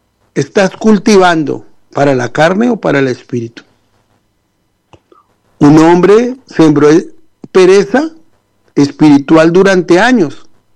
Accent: Colombia; born there; Yo nací en guerra en Colombia

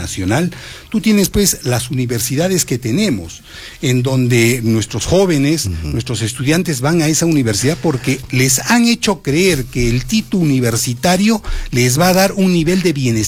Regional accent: Peru

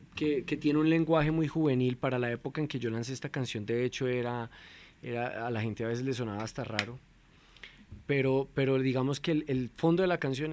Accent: Bogotá, Colombia; Yo soy bogotano, orgullosamente bogotano.

